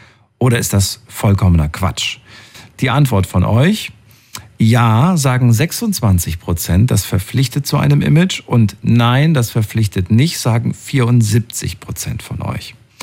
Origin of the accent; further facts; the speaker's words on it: Thuringia, Germany; Früher, bin ja aus Thüringen und so weiter. Und da war FKK ganz normal, ne? In der ehemaligen DDR.